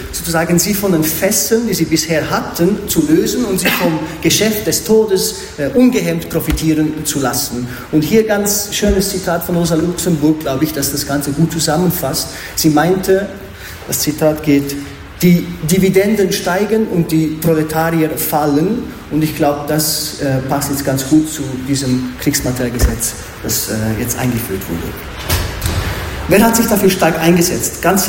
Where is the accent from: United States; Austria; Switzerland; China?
Switzerland; wir als Schweizer Staat möchten auch eine engere Kontrolle über euch haben.